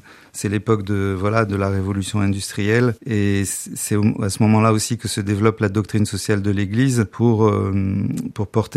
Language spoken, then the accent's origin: French; Algeria; En fait, je suis né en Algérie après l'indépendance, dans une famille qui était en Algérie depuis 6 générations et qui a choisi de rester après l'indépendance.